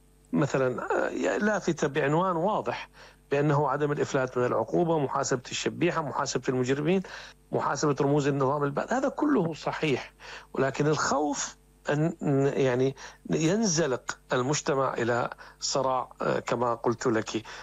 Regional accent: Syria; عندنا في سوريا

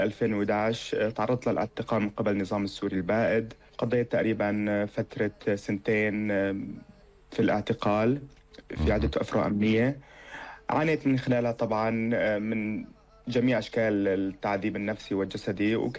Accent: Al-Bab, Aleppo Governorate, Syria; now in Düsseldorf, Germany; عمري 32 سنة، الأصل من مواليد مدينة الباب في ريف حلب، وحصلت على الشهادة الثانوية في مدينة الباب عام 2011.

